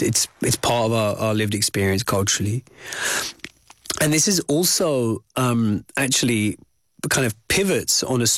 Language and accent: English; Wembley, London, United Kingdom; born or raised there